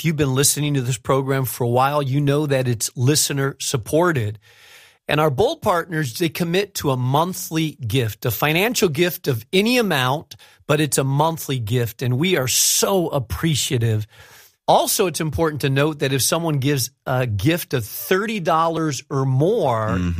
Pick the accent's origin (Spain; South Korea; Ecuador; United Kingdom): Spain; now in United States; And so I grew up in Spain. Everywhere outside of my house, I spoke Spanish, Castilian Spanish. In my house, I spoke English because my house, my parents were Americans.